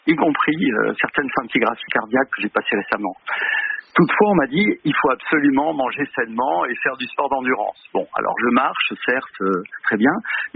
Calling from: Nouvelle-Aquitaine, France; Je vous appelle de près d'Arcachon, en fait, près de Bordeaux.

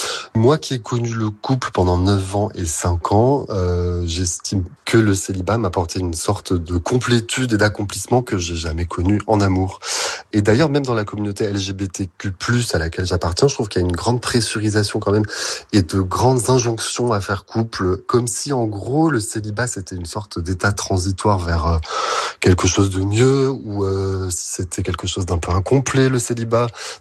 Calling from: Toulouse, Occitanie, France; j'ai 40 ans et je vous appelle de Toulouse.

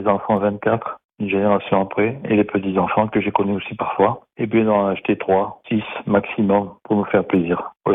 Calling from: Bordeaux, Nouvelle-Aquitaine, France; je suis de Bordeaux … j'ai été vigneron 35 ans

